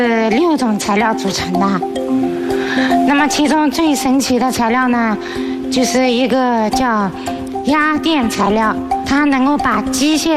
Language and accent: Chinese; China; 也是我们中国人自主设计加工出来的。